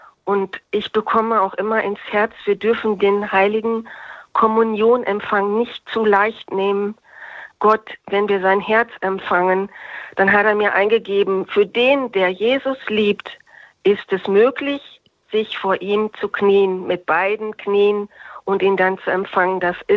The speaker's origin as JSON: {"language": "German", "town": "Borken", "country": "Germany", "tie": "born or raised there", "said": "Und ich habe auch Hostien gefunden in Borken, wo meine Heimatgemeinde"}